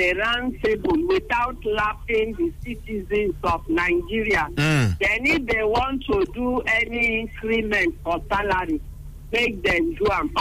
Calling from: Hong Kong; I'm calling from Hong

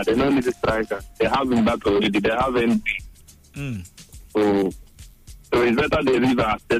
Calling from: Asaba, Delta, Nigeria; I'm calling you from Asaba.

